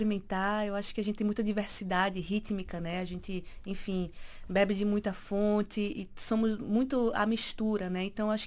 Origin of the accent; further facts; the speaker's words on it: Juazeiro, Bahia, Brazil; also born or lived in Salvador; now in São Paulo, Brazil; sou da Bahia, do interior chamado Juazeiro. E, enfim, hoje estou aí morando em São Paulo há um tempo